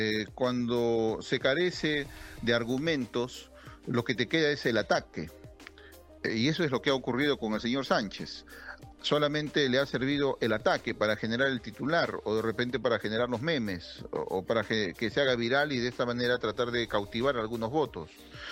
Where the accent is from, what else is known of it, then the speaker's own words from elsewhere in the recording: Peru; yo vengo también del sur del Perú